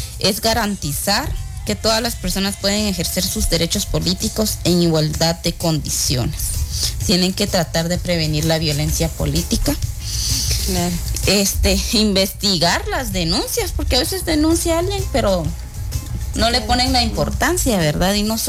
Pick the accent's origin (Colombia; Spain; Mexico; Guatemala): Guatemala; Las mujeres pues representamos más de la mitad de la población de Guatemala